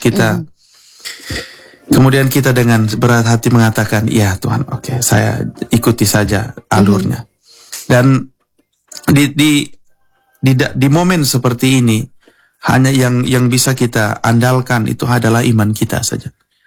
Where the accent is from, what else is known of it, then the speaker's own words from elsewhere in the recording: Kupang, East Nusa Tenggara, Indonesia; Kalau kita orang Kupang kan bilang sudah